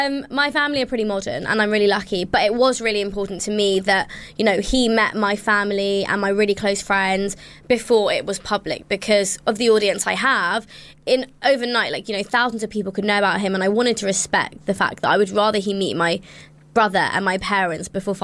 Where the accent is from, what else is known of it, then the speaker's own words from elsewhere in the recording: India; I'm also Indian. So whilst we're both Indian, we come from different states and we're different religions.